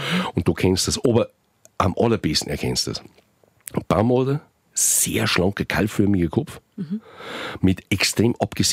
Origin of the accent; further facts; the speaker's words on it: Bavaria, Germany; Nein, wir haben ja nicht Weitler, wir kommen aus dem Wald.